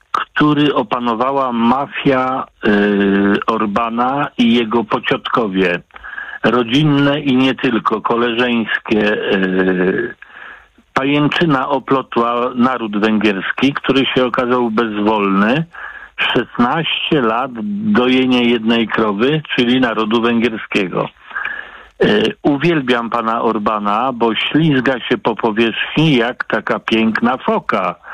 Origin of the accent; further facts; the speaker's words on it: Poznań, Greater Poland Voivodeship, Poland; kłaniam się z tradycyjnym nastroju ironicznego skorpiona, rodowitego poznaniaka.